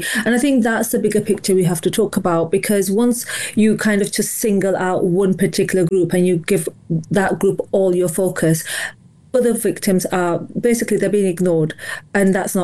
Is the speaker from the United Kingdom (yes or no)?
yes; United Kingdom; Look, I'm a British Pakistani.